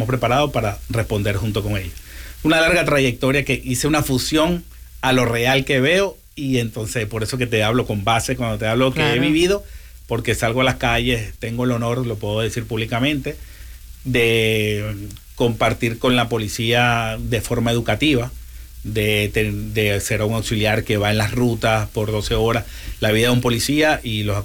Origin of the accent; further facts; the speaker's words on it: Venezuela; now in Tampa, United States; Soy de Venezuela, primero que todo.